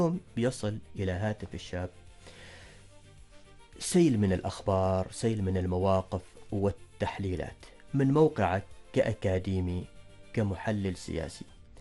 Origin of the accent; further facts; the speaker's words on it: Oman; بلادنا سلطنة عمان